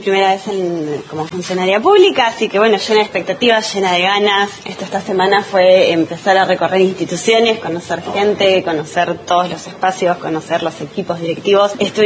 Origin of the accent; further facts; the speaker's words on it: Esquel, Chubut, Argentina; also born or lived in Córdoba; yo soy acá, soy Esquel, nací y criada en Esquel, me fui a estudiar a Córdoba